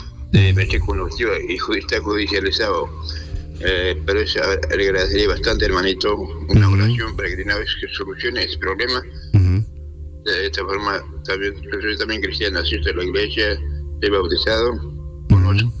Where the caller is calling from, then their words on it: Lima, Peru; de La Victoria.